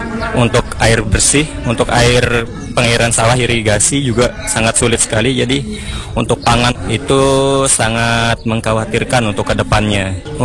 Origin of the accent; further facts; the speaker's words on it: Murbaya, Indonesia; saya dari Desa Murbaya.